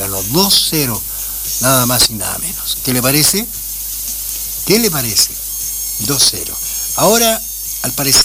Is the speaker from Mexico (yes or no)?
no; Chile; varios chilenos como que estamos un poco desconectados últimamente.